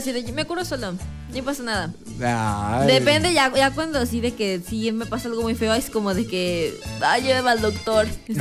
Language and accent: Spanish; Mexico; nosotros como somos mexicanos